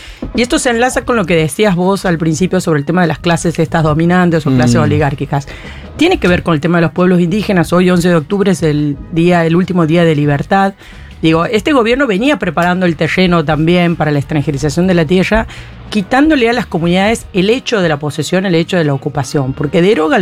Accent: Santiago del Estero, Argentina; soy santiagueña

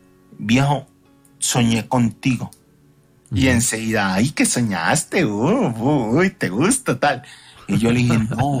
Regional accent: Barranquilla, Atlántico, Colombia; moved away; yo ahora mismo no vivo en Barranquilla

